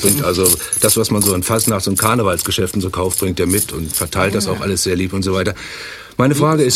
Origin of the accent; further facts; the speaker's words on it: Mainz, Rhineland-Palatinate, Germany; Also ich komme aus Mainz und kenne da also die Fasernacht ein bisschen.